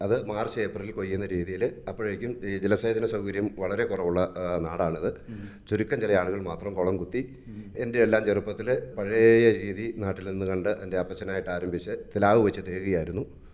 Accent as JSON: {"language": "Malayalam", "town": "Rajakumari", "region": "Kerala", "country": "India", "tie": "born or raised there", "said": "ഞങ്ങൾ കോതമംഗലത്തിനടുത്ത് പരീക്കണ്ണി എന്ന് പറയുന്ന സ്ഥലത്തു നിന്നാണ് രാജകുമാരിക്ക് വരുന്നത്. ഞാനിവിടെ വന്ന് ജനിച്ചു വളർന്ന ആളാണ്."}